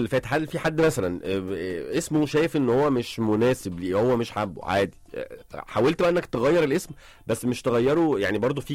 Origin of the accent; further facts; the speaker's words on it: Yemen; انا من اليمن.